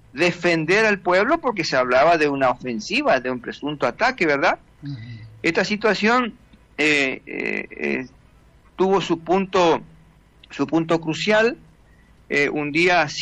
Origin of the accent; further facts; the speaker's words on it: General José de San Martín, Chaco, Argentina; hasta el año 1955 mi pueblo, hoy día General José San Martín, se llamaba Colonia El Zapallar.